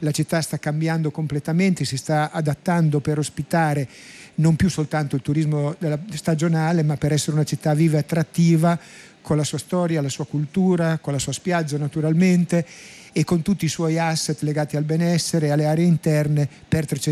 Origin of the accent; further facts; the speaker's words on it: Rimini, Emilia-Romagna, Italy; siamo di Rimini e questo è il nostro cuore